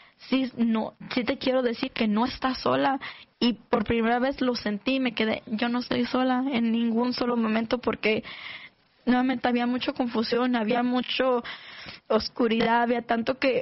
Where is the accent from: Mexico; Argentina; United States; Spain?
United States; doy una presencia con personas que yo crecí aquí en Estados Unidos, en la iglesia, porque ella y yo crecimos como en la escuela, como ya más jóvenes y todo eso, en la junior high, high school y todo eso.